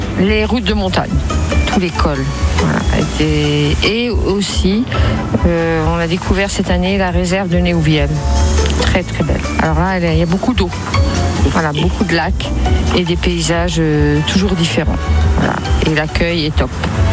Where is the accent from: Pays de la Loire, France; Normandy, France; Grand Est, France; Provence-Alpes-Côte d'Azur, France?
Pays de la Loire, France; je viens de la Sarthe.